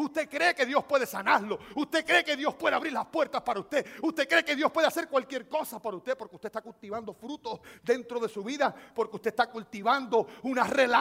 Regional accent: Cuba; moved away

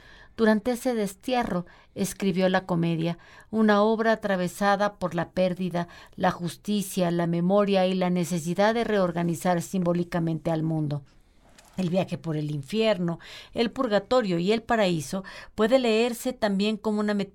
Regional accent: Mexico; Yo soy mexicana de hueso colorado y nunca, nunca, o sea, he vivido en otros lugares y sé lo que es estar, no en el exilio, pero sí lejos de casa y no, yo no me, espero nunca tener que irme de México.

